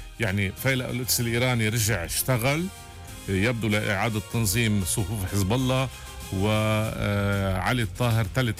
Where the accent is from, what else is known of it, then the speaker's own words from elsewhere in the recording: Lebanon; نحن كلنا كلبنانيين